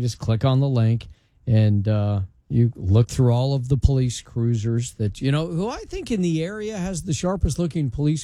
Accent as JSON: {"language": "English", "region": "Colorado", "country": "United States", "tie": "born or raised there", "said": "You know, Tim, I think it's been established that you know I grew up in Colorado, right?"}